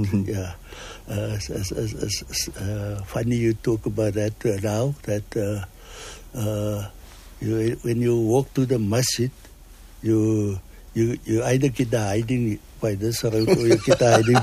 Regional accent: Cape Town, Western Cape, South Africa; born or raised there

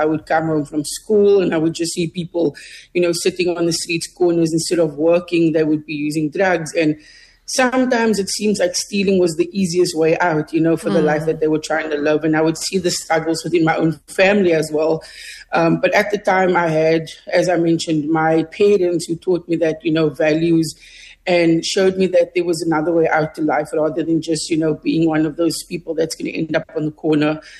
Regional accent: Cape Town, Western Cape, South Africa; growing up in Mitchells Plain really shaped me in a lot of ways.

